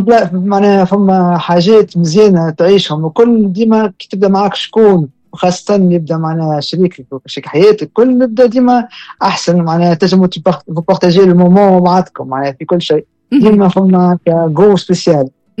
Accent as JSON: {"language": "Arabic", "region": "Sousse Governorate", "country": "Tunisia", "said": "احنا في سوسة تعرفنا على بعضنا غادي في سوسة."}